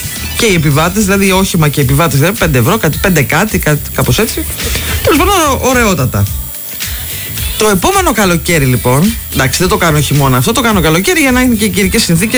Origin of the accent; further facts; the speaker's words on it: Amoriani, West Greece, Greece; Το χωριό μου είναι η Αμοριανή. Όπως λέει και ο παππούς μου, λέει, εμείς είμαστε πέρα από τα βλάκη και φυσικά εννοείται είμαστε πέρα από τη γέφυρα, Ρίο Αντίριο.